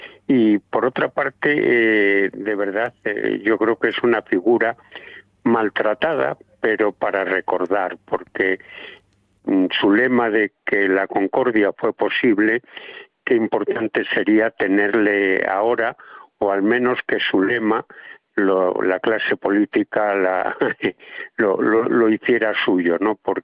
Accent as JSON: {"language": "Spanish", "town": "Pajares de Daja", "region": "Castile and León", "country": "Spain", "tie": "born or raised there", "said": "la biblioteca matemática que he promovido en mi pueblo, un pequeño pueblo de la provincia de Ávila, Pajares de Daja, que está al lado de Adanero"}